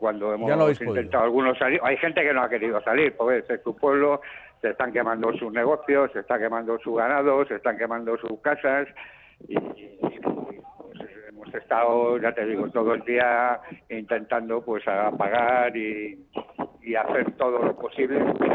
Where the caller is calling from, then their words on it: Madrid, Community of Madrid, Spain; porque yo soy de Madrid